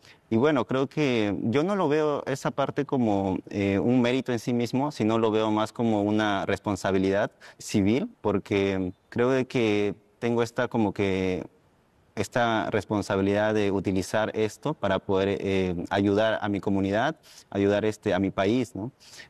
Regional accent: Peru

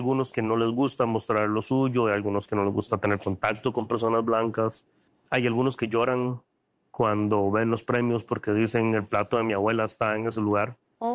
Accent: Costa Rica; para nosotros como costarricenses

